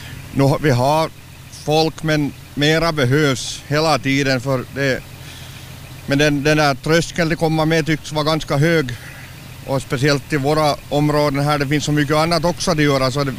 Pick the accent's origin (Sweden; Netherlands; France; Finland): Finland; Houtskär, Southwest Finland; jag är hemma från Hotskär egentligen och där är grunderna egentligen